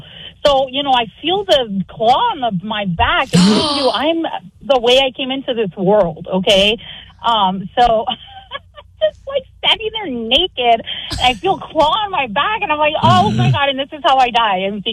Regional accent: Arizona, United States; You're from California and I'm from Arizona.

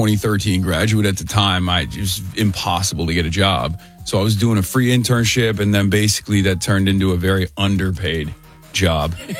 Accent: Turkey; also born or lived in New Jersey, United States; now in United States; I'm a Turkish-American political commentator. I grew up in Turkey my whole life, but I'm an American citizen. I was born here.

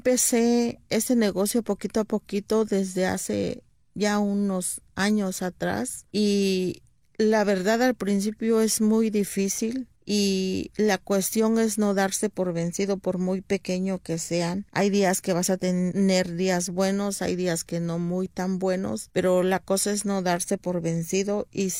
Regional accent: Oaxaca, Mexico; yo vengo del estado de Oaxaca y ahí hay muchos artesanos que se dedican a hacer joyería en filigrana

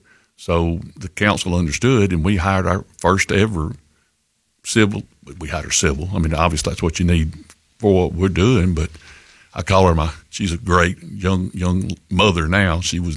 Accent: Coleman, United States; Well, growing up in Coleman, I got to experience some of the old Allstate.

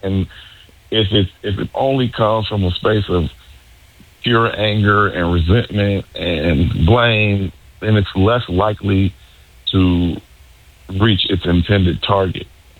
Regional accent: Chicago, Illinois, United States; born or raised there

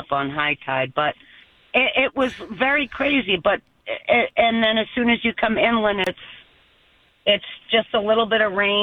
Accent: Andover, Massachusetts, United States; I'm actually from Andover, but I'm doing a little dog house sitting up here in Newburyport

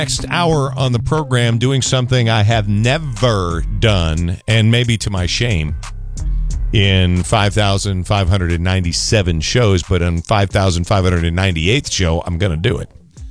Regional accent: United States; I'm warning you as an American.

